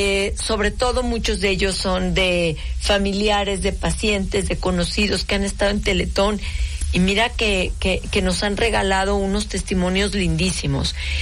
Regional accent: Mexico; Es una joya, porque nos recuerda lo que realmente somos los mexicanos, ¿no?

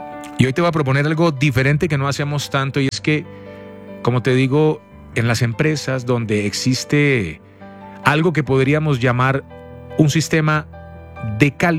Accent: Colombia; Soy ciudadano colombiano. Por cédula, nací el 01-01 de 1980.

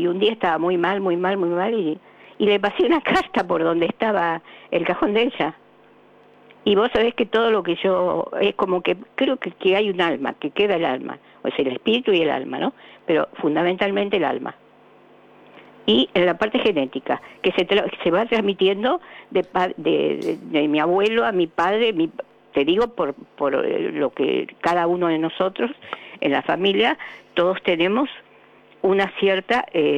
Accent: Buenos Aires, Argentina; De Cava, capital, Belgrano.

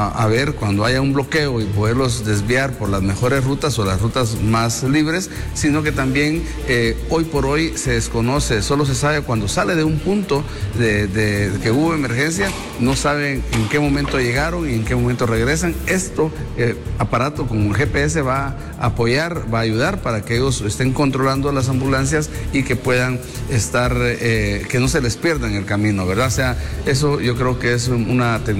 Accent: Guatemala

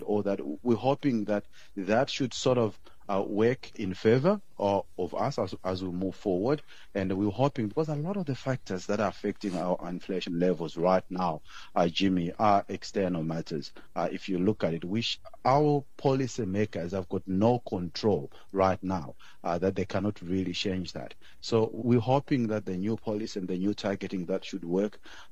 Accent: South Africa; we are South African consumers, we've been through a lot

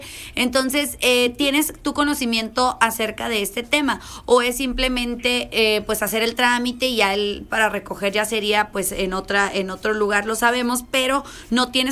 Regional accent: Mexico

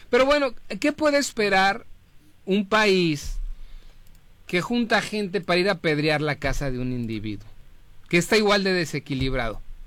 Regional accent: Mexico; yo también me incluyo porque soy mexicano.

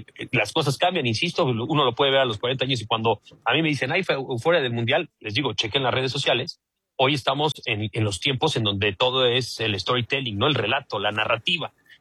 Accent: Mexico; Lo recibimos como somos los mexicanos

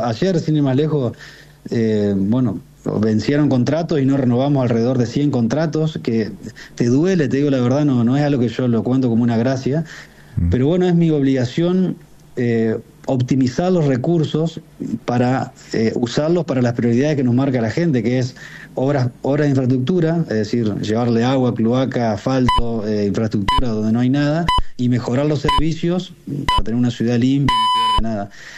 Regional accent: Argentina; tenemos que madurar nosotros como argentinos

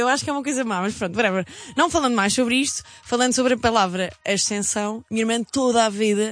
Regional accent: Coimbra, Centro, Portugal; moved away; quando eu vou para a minha casa, para a minha aldeia, para a minha Coimbra maravilhosa

